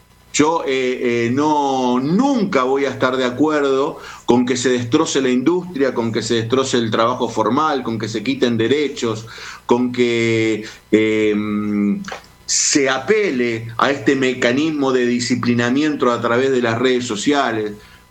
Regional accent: Morón, Buenos Aires Province, Argentina; de donde yo vengo, que nací en Morón Sur, en un barrio de Morón Sur, con todo lo que eso conlleva

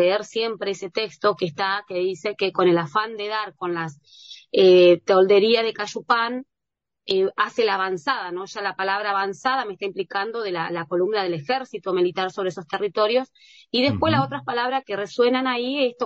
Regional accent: Valcheta, Río Negro, Argentina; a mí me pasa que mi familia, toda mi familia está en Balcheta. Balcheta es mi tierra, mi lugar, porque mi familia es de la meseta Somuncurá.

